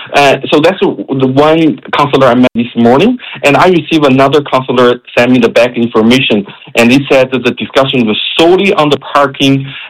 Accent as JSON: {"language": "English", "country": "China", "moved": "yes", "lives_now": "Canada", "said": "I think as a newcomer, I'm originally from China, and I see every step is new to me. I see the system in Canada"}